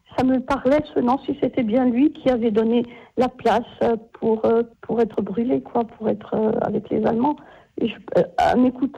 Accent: Ajaccio, Corsica, France; Ils vont décéder chez nous, enfin à Sartène, puisque moi je suis d'Ajaccio.

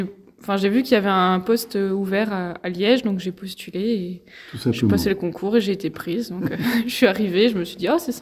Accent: Bourgogne-Franche-Comté, France; Alors, je viens de Franche-Comté, donc j'ai commencé la musique là-bas. Enfin, je viens d'une famille de musiciens, donc j'ai commencé dans l'école de musique où il y avait mes parents en Haute-Saône.

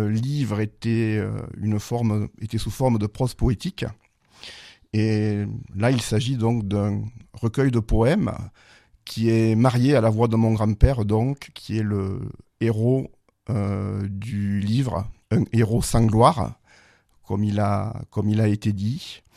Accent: Marvejols, Occitanie, France; born there; also born or lived in La Canourgue; now in Mende, France; Oui, je suis né en Lozère, à Marvejols. Je suis d'origine camourguaise, ma famille vit à la Camourgue et je vis à Mende depuis quelques années.

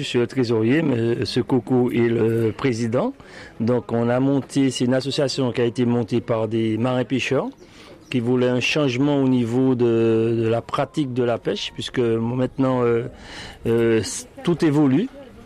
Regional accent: Le Vauclin, Martinique; Je suis du Vauclin. De la plus belle commune.

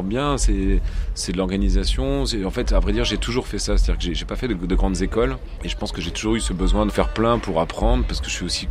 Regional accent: eastern France, France; Je viens de l'Est de la France, donc je crois que la proximité de l'Allemagne fait qu'on est très rigoureux.

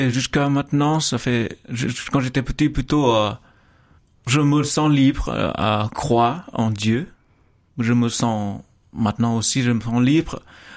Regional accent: Vietnam; French is a second language; moved away as an adult; also born or lived in Paris / Montpellier; now in France; je suis né au Vietnam en 1992. Ça fait il y a quelques années, mais en fait je suis rendu et j'ai été baptisé très petit, 3 jours après ma naissance.

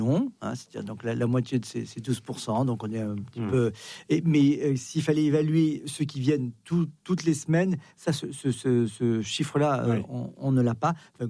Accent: Occitanie, France; born there; parce qu'il y a les mêmes au fin fond du Cantal, de l'Hérault dont je suis né, ou en Bretagne.

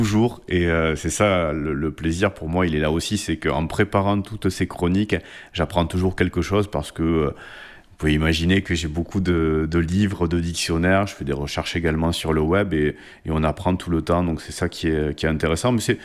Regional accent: Toulouse, Occitanie, France; Moi, je suis né à Toulouse. J'ai tout le temps vécu dans la banlieue toulousaine ou à Toulouse même. Mais par contre, les origines familiales sont de l'Aveyron, de Villefranche de Rouergue.

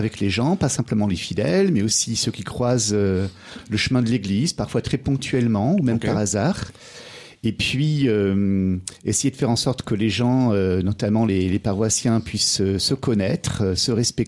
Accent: Épinal, Grand Est, France; Mais je ne suis pas irlandais, je suis vosgien, originaire d'Épinal.

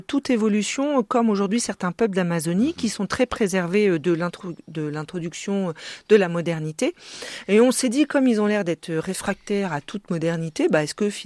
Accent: France; chez nous en France

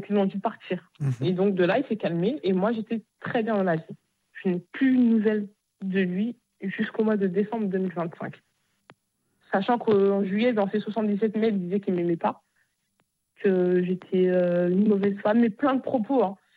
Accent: Bagneux, Île-de-France, France; Parce que moi, je viens de Bagneux.

